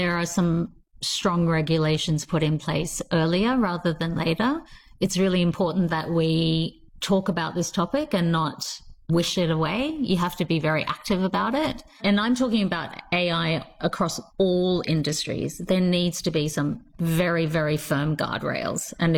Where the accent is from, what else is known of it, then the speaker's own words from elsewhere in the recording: Sydney, New South Wales, Australia; German is a second language; moved away as an adult; now in Berlin, Germany; Ich komme aus Sydney, Australien und wohne hier in Berlin seit 2007.